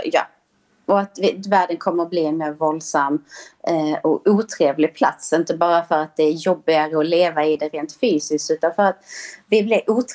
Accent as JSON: {"language": "Swedish", "country": "Sweden", "said": "som svensk"}